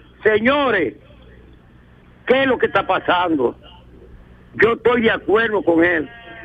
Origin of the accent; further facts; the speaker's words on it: Duvergé, Independencia, Dominican Republic; born there; A estos grandes educadores de mi pueblo, de mi Duvergé querido, Duvergé de mis amores.